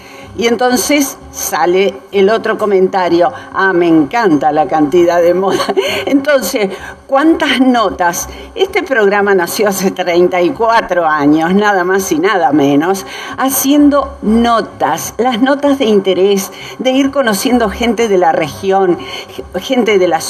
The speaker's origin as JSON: {"language": "Spanish", "country": "Argentina"}